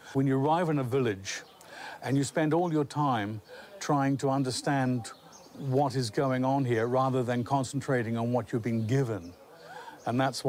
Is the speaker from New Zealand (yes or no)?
yes; New Zealand; for me, as a New Zealander, all the way from New Zealand, for me it was v